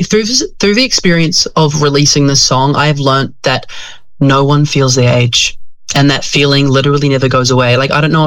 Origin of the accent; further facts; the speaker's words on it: New Zealand; moved away; people think I'm from Australia, but I'm actually from little old New Zealand, and I come from like a very alpine place, so it's actually, it tends to be quite cool.